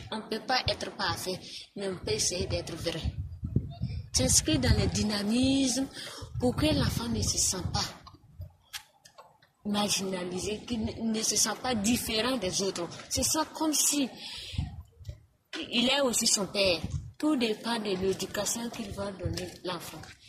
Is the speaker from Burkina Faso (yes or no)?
yes; Burkina Faso; Chez nous au Burkina Faso, surtout en Afrique